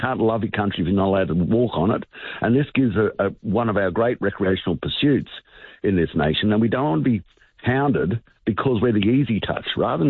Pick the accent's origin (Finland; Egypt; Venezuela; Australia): Australia; how I live as an Australian, a big part.